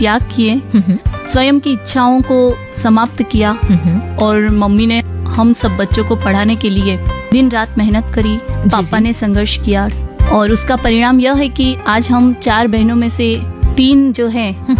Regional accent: Kanod, Rajasthan, India; born there; Udaipur district में एक कस्बा पड़ता है, कानोड़ नाम है उसका।

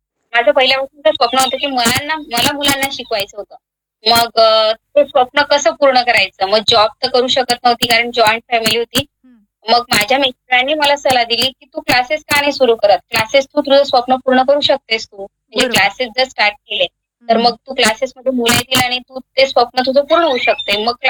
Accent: Jamner, Maharashtra, India; also born or lived in Buldhana; म्हणजे माझं माहेर जे आहे ते माहेर माझं जामनेर आहे आणि सासर जे आहे ते बुलढाणा आहे.

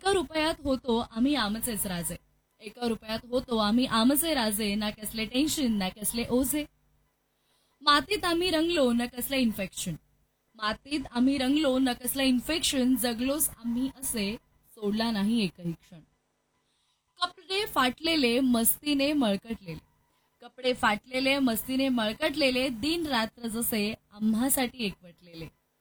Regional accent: Mumbai, Maharashtra, India; born there

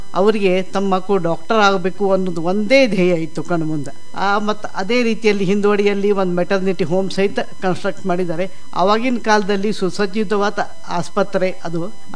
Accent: Belagavi, Karnataka, India; born there; also born or lived in Bhatkal / Savadatti; ನಂತರ ಬೆಲ್ಗಾಮ್ ಟ್ರಾನ್ಸ್ಫರ್ ಆಯಿತು. ಹೀಗೆ ನಮ್ಮ ಬೇರೆ ಬೇರೆ ಊರಲ್ಲಿ ನಮ್ಮ ಶಿಕ್ಷಣ ಕಂಟಿನ್ಯೂ ಆಗ್ತಾ ಹೋಯಿತು. 1964 ಬೆಲ್ಗಾಮ್ ಬಂದ್ವಿ.

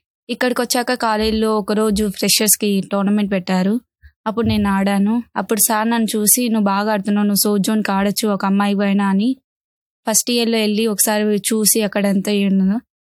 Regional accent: Nagarajupalli, Andhra Pradesh, India; Sir, మా ఊరు ఒక చిన్న పల్లెటూరు, నాగరాజుపల్లి అని, అది కడప జిల్లాలో ఉంటుంది.

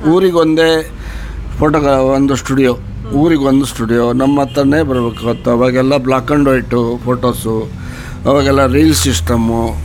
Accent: Hirekerur, Karnataka, India; born there; also born or lived in Chitradurga / Holalkere; now in Shivamogga, India; ನಮ್ಮದು ಹುಟ್ಟೂರು ಅಂದರೆ negative place, Dharwad district Hirekerur. ಹಿರೇಕೆರೂರಿಂದ Chitradurga ಬಂದ್ವಿ.

